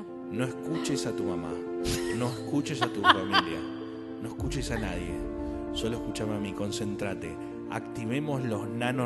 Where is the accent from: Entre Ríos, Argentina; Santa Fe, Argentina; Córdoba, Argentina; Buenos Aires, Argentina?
Buenos Aires, Argentina; yo soy un porteño de carajo.